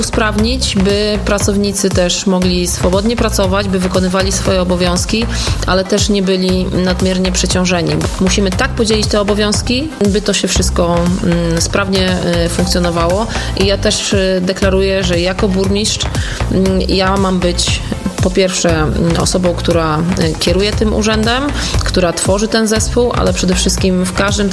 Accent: Wrocław, Lower Silesian Voivodeship, Poland; moved away as an adult; now in Sobótka, Poland; Ja się urodziłam we Wrocławiu. We Wrocławiu mieszkałam 26 lat.

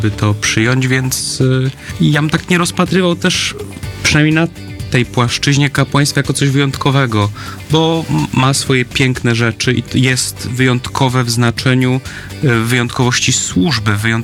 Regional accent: Recz, West Pomeranian Voivodeship, Poland; mojej rodzinnej parafii w Reczu.

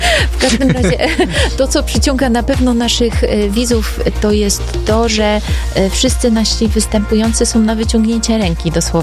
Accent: Wrocław, Lower Silesian Voivodeship, Poland; to ja jestem z Wrocławia i ja jak gdyby nastawiłam się

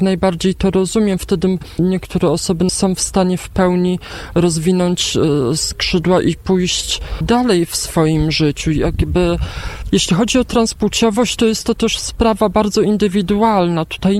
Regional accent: Czeladź, Silesian Voivodeship, Poland; Ja urodziłam się i pochodzę z Czeladzi, nadal mieszkam w Czeladzi w Zagłębiu Dąbrowskim

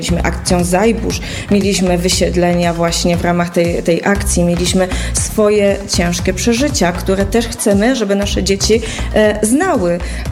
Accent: Silesian Voivodeship, Poland; wszyscy nazywają nas Śląskiem. My Śląskiem nie jesteśmy. Jesteśmy Małopolską, jesteśmy z tego bardzo dumni

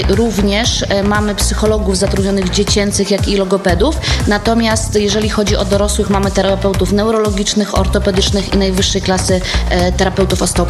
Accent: Kraśnik, Lublin Voivodeship, Poland; Ponieważ my we dwie, ja z Angeliką jesteśmy z Kraśnika, natomiast Ania jest z Rzeszowa.

